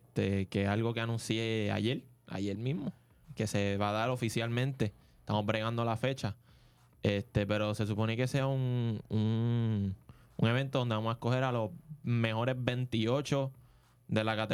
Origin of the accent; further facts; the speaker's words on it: Vega Alta, Puerto Rico; Yo quiero devolverle a mi pueblo. se va a hacer en Vega Alta